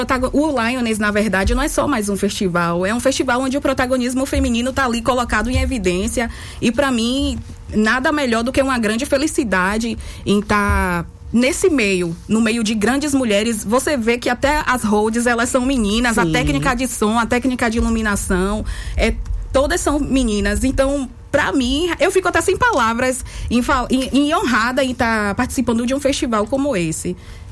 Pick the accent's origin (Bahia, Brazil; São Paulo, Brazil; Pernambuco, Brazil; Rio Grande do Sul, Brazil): Bahia, Brazil; eu sou do Recôncavo.